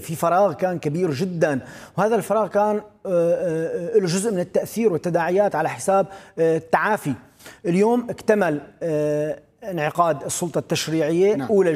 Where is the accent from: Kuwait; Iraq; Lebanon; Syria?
Syria; أنا كسوري كمواطن سوري كناشط سياسي